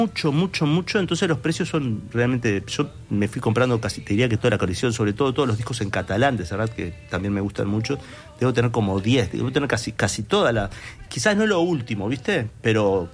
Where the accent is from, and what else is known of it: Montevideo, Uruguay